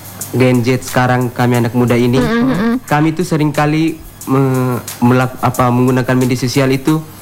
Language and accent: Indonesian; Indonesia; Dari Datu Soko.